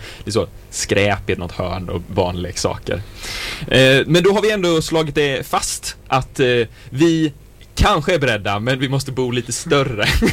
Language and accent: Swedish; Jönköping, Jönköping County, Sweden; Ja, min hemstad.